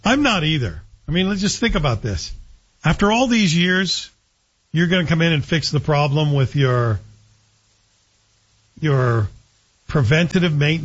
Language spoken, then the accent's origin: English; Canada; We, as Canadians, should decide.